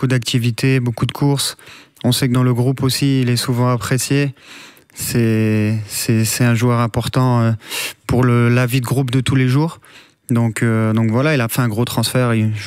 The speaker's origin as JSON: {"language": "French", "country": "France", "said": "je suis français"}